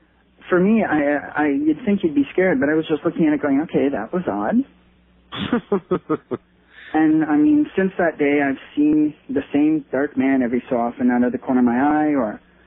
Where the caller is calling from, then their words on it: London, Ontario, Canada; from London, Ontario, Canada.